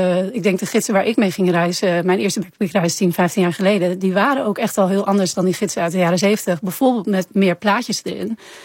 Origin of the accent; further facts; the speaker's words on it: Groningen, Netherlands; Ik kom zelf uit Groningen, heb ik 30 jaar gewoond. Dus ik doe Noord-Nederland.